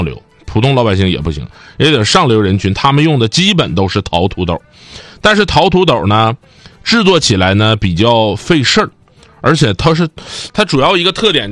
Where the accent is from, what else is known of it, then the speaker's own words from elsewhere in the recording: Northeast China, China; accent: Northeastern; 用我们东北话讲就是你不嫌我